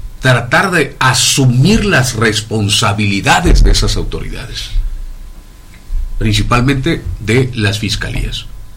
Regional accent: Juchitán, Oaxaca, Mexico; en Mijuchitán, en donde yo nací, en donde trabajo, en donde vivo

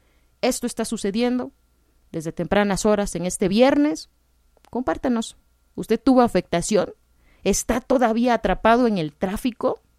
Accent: Oaxaca, Mexico; nosotros como oaxaqueños

